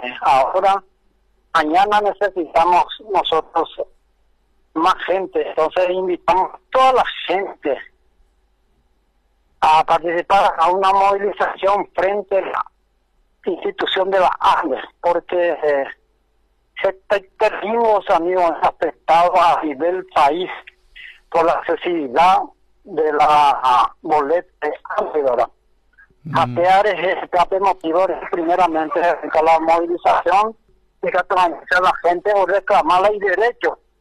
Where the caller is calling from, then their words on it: Paraguay; como ciudadanos paraguayos